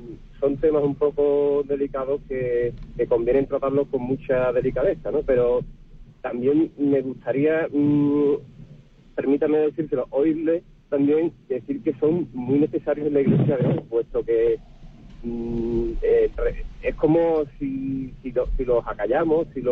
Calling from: Seville, Andalusia, Spain; le llamo de Sevilla.

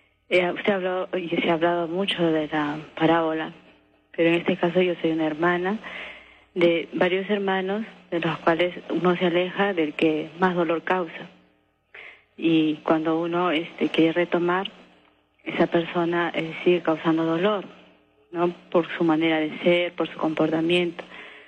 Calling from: Lima, Peru; Soy de acá de Lima.

